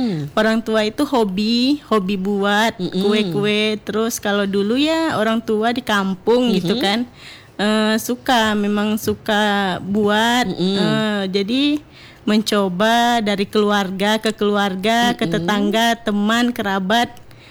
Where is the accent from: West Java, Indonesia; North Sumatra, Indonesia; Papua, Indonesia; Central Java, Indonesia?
North Sumatra, Indonesia; Medan; now in Pekanbaru, Indonesia; Saya berasal dari Medan, yaitu dari Kabupaten Batubara.